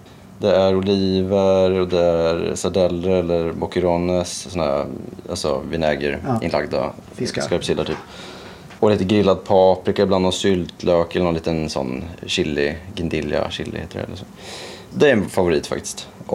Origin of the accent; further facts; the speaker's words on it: Norrköping, Östergötland, Sweden; När jag växte upp i Norrköping